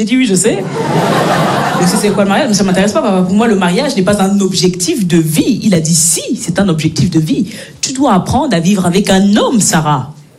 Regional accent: Belgium; Moi je suis née, j'ai grandi en Belgique, mes parents sont nés, ils ont grandi au Cameroun.

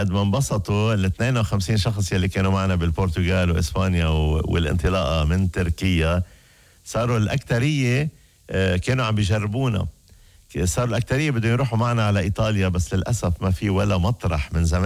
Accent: Egypt; now in Canada; أنا مصري عايش بكندا وبسمعكم دايما.

